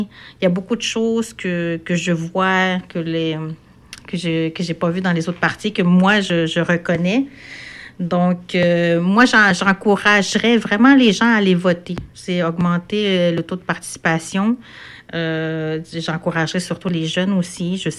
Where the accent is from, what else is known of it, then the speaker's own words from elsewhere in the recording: Quebec, Canada; Mais nous, on est des Nord-Côtiers.